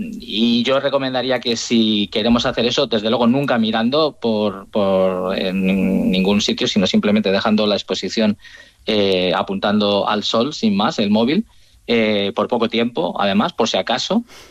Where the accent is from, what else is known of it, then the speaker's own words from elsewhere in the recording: Turmiel, Castilla-La Mancha, Spain; Bueno, yo en mi pueblo, como te decía antes, en Turmiel, ¿sí? Guadalajara